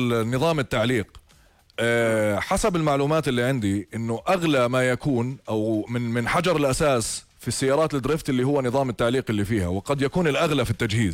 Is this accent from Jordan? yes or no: yes; Jordan